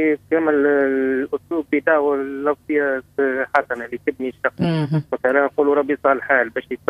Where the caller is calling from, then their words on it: Korba, Nabeul Governorate, Tunisia; من قربة ببيتنا.